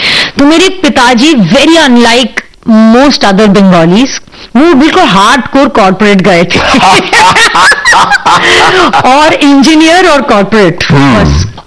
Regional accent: Delhi, India; दिल्ली में उस माहौल में मैं पली बड़ी जहाँ मंडी हाउस और जो विंटर्स बिल्कुल विंटर्स में

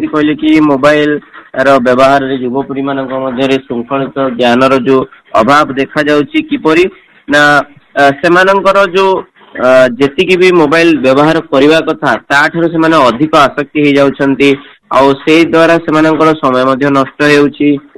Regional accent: Berhampur, Odisha, India; ମୁଁ ବରହମପୁର ନିବାସୀ ଅଟେ।

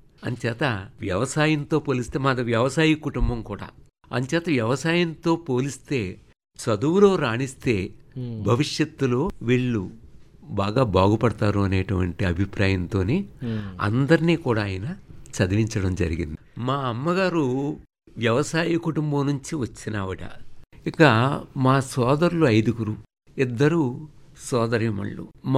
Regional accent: Pasalapudi, Andhra Pradesh, India; born or raised there; also born or lived in Ramachandrapuram

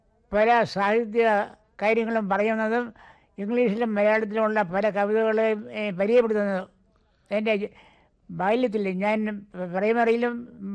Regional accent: Thiruvananthapuram, Kerala, India; born there; തിരുവനന്തപുരത്ത് ജഗതിയില്ലേ.

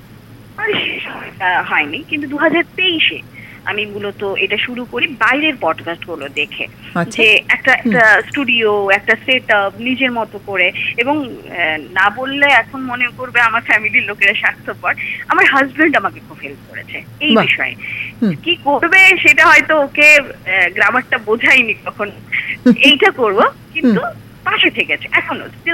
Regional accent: Agartala, Tripura, India; আমাদের আগরতলাতে, আমাদের ত্রিপুরাতে

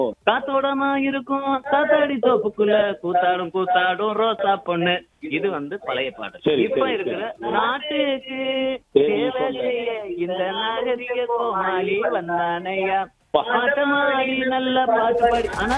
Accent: Tamil Nadu, India; born there; நான் தமிழ்நாட்டுல இருந்து வந்திருக்கேன், நான் தமிழ் மண்ணில பிறந்தவன், தமிழ் மட்டும் தான் பண்ணுவேன்.

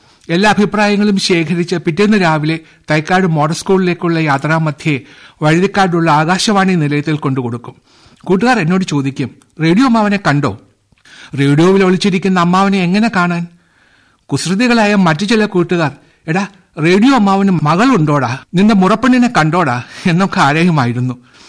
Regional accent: Thiruvananthapuram, Kerala, India; എന്റെ ബാല്യകാലത്ത് ശാസ്തമംഗലത്ത് ശ്രീരംഗം ലെയ്നിലുള്ള ഞങ്ങളുടെ വീട്ടിലെ

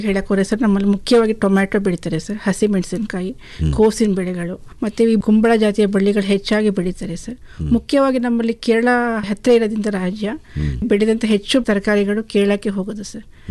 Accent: Heggadadevanakote, Karnataka, India; ನಾನು ಮೂಲತಃ H D ಕೋಟೆ ತಾಲೂಕಿನವಳೇ ಆಗಿದ್ದು 10ನೇ ತರಗತಿ ತನಕ ನಾನು ಎಜುಕೇಷನ್ ಎಚ್ ಡಿ ಕೋಟೆ ತಾಲೂಕಿನಲ್ಲೇ ಮುಗಿಸಿರ್ತೀನಿ.

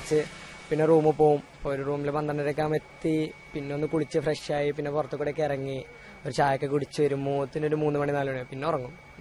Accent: Nilambur, Kerala, India; now in Kochi, India; Nilambur.

